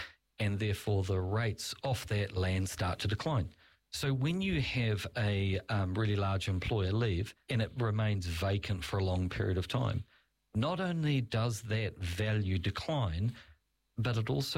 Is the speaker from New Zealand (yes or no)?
yes; Clive, Hawke's Bay, New Zealand; I mean, as a child, I was born in Clive, Whakatū. I grew up at a place called the Prickle Patch, which is on the corner heading to Clive.